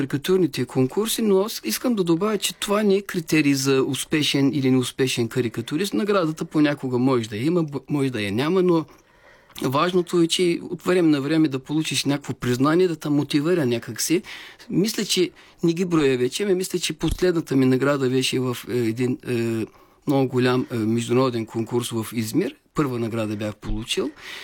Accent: Aytos, Burgas Province, Bulgaria; also born or lived in Boyno; now in Turkey; Само да уточня, че аз съм роден в Родопите, в село Бойно, Кърджалийско, но съм бил много малък, дори не помня нищо. В Айтос са се изселили нашите и съм израснал и помня всичко по край Айтос.

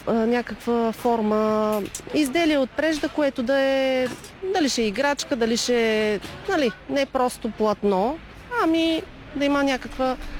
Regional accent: Blagoevgrad, Blagoevgrad Province, Bulgaria; съм от Благоевград.

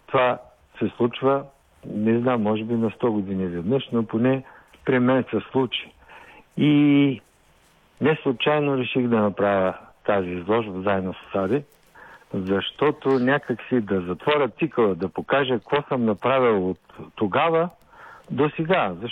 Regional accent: Plovdiv, Plovdiv Province, Bulgaria; я занесех в Пловдив, понеже съм пловдивчанин, да участвам в тамошната изложба на пловдивските художници.

